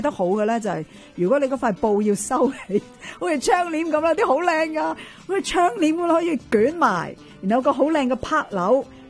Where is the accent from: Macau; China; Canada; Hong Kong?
Canada; 我哋加拿大人